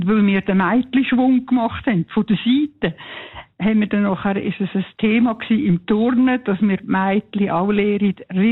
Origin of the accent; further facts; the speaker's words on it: Lucerne, Switzerland; Ja, ich bin in Luzern aufgewachsen